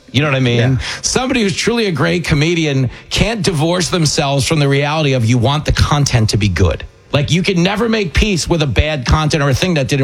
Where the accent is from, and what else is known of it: New York, United States